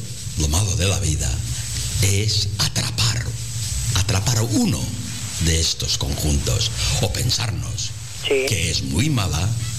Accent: Catalonia, Spain; Como puedes notar, soy catalán.

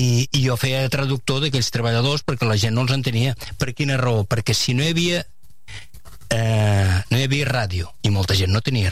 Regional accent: Miralcamp, Catalonia, Spain; sóc nascut a la dècada dels 50, que a la Catalunya profunda, com és el cas, diguem, del meu poble, el Pla d'Urgell, a Miralcamp

